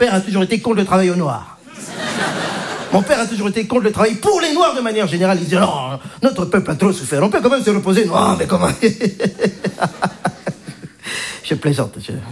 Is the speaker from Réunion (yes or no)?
no; Belgium; je suis belge. Hein, je représente donc la Belgique ce soir.